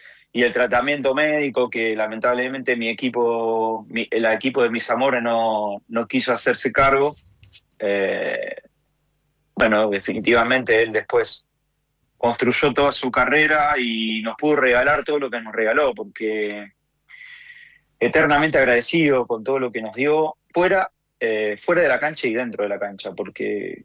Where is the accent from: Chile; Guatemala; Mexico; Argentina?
Argentina; me encontré con el material que me hizo llegar otro argentino, Horacio Gaggioli